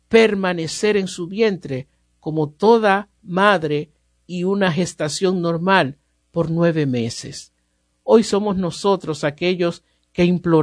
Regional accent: Dominican Republic; como patrona de nuestro país, República Dominicana

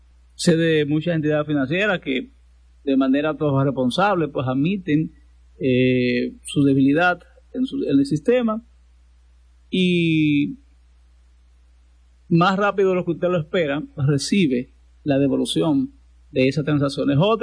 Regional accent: San Francisco de Macorís, Duarte, Dominican Republic; También el sector 27 de febrero allá en San Francisco de Macorís, en mi pueblo amado

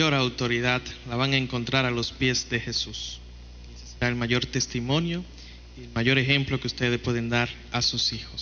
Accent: Dominican Republic; Hoy, como pueblo dominicano, celebramos su día.

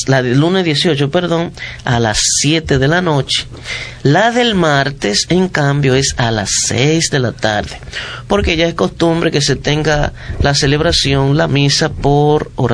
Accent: Palmarito, La Vega, Dominican Republic; vicario de la parroquia del Beato Bonó de Palmarito, La Vega, de donde yo soy.

